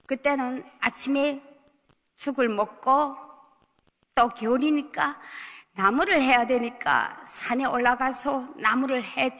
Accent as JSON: {"language": "Korean", "region": "Ryanggang", "country": "North Korea", "tie": "born or raised there", "moved": "yes", "lives_now": "South Korea", "said": "저는 2019년 대한민국으로 온 탈북민 … 제가 태어난 곳은 북한 양강도 운운군이 자그마한 임산삽소에서 태어났습니다."}